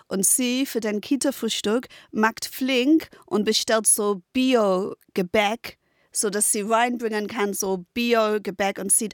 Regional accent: London, East of England, United Kingdom; German is a second language; moved away; Ich komme aus Essex, London, und wir haben kleinere Häuser

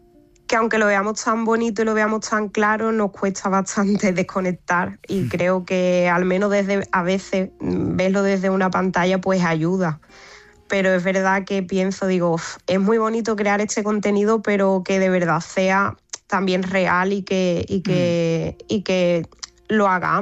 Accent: Barbate, Andalusia, Spain; now in Seville, Spain; Ahora mismo vivo en Sevilla, pero soy de Barbate, entonces hay mucho mar, hay mucho atún, hay mucha gente de ahí

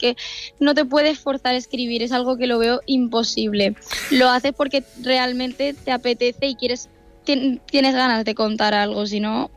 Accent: Murcia, Region of Murcia, Spain; De Murcia capital, exactamente. De centro. De hecho, cuando me confunden con el acento digo, no puede ser, si es súper reconocible.

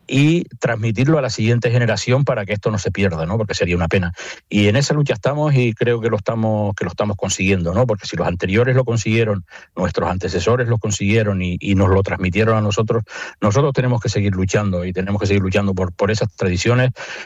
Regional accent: El Hierro, Canary Islands, Spain; Que es una isla pues pequeña, que ha tenido muchos problemas de migración. La lejanía nos hace pues bueno, la ultraperiferia reforzada que tenemos.

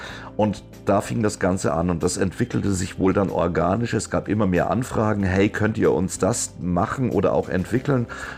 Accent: Bavaria, Germany; Das ist einfach so, ja, bei uns in Bayern sagt man, das ist einfach ein gestandenes Mannsbild

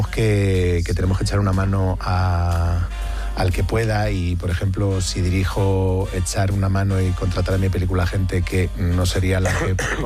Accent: Getafe, Community of Madrid, Spain; Yo vengo de Getafe.

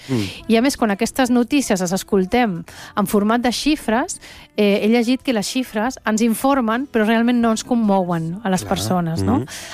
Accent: Venezuela; accent: Venezuelan; now in Barcelona, Spain; Perquè jo quan vaig arribar de Venezuela, vaig venir directe de Venezuela aquí a Barcelona, parlava un català amb accent venezolà, perquè la meva mare sempre ens ha parlat català a casa, des de ben petits

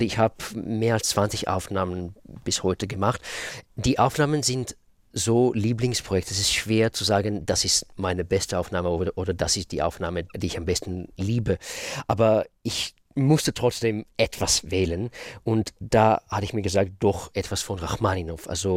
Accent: Israel; German is a second language; moved away as an adult; Und Hebräisch, ja, ich bin in Israel aufgewachsen. 25 Jahre habe ich da gelebt. Fast alle meine Freunde sind immer noch in Israel.

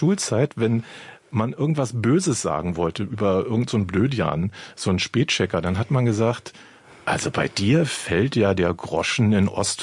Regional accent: Berlin, Germany; Aber wir könnten eigentlich als Berliner auch auf Mondamin ein bisschen stolzer sein.

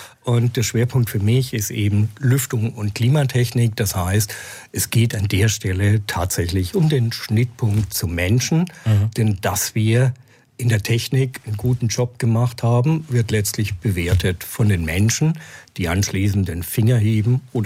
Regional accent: Ellwangen, Baden-Württemberg, Germany; also born or lived in Stuttgart; now in Munich, Germany; Ich komme tatsächlich aus Ellwangen und habe hier in Stuttgart studiert und von daher kenne ich die Gegend sehr gut.

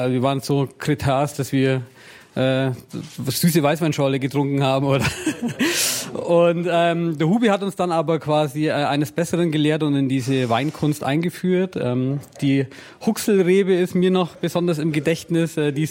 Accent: Fischen, Bavaria, Germany; accent: Allgäu dialect; first language Allgäu dialect (German); moved away as an adult; now in Nuremberg, Germany; ich komme aus einem Dorf in der Nähe von Oberstdorf. Fischen heißt es. Oberstdorf ist vielleicht den Leuten im Begriff wegen dem Skispringen. Genau, da bin ich aufgewachsen. Bis ich 22 war, habe ich dort gelebt, bin dann nach Nürnberg gezogen

